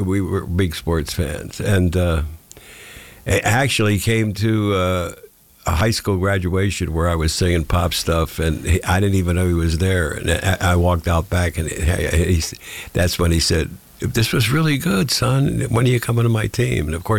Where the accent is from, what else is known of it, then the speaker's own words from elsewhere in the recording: York, Pennsylvania, United States; I was singing in my hometown in York, Pennsylvania.